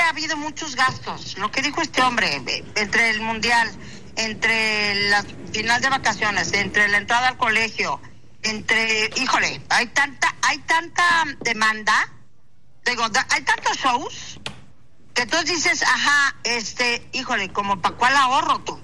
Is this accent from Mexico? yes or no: yes; Mérida, Yucatán, Mexico; a Mérida, Yucatán, mi tierra preciosa.